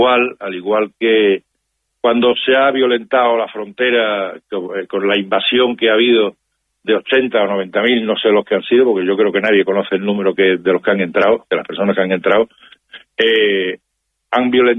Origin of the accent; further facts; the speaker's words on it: Spain; exigir nuestros derechos como ciudadanos españoles y europeos que somos, aunque estemos viviendo en África, pero somos europeos de pleno derecho, ¿eh?